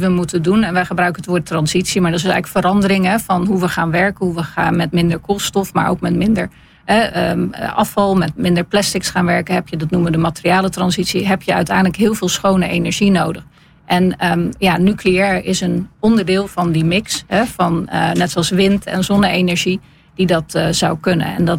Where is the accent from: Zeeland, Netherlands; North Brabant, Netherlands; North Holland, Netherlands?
Zeeland, Netherlands; Goes; born there; Geboren in Goes, ja.